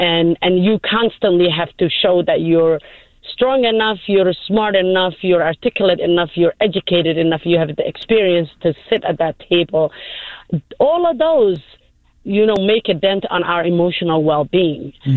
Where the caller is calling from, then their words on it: Minneapolis, Minnesota, United States; I'm calling from Minneapolis.